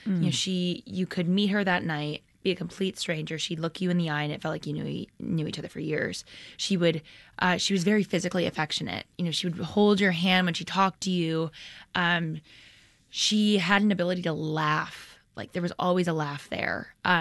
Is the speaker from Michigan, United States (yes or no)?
yes; Michigan, United States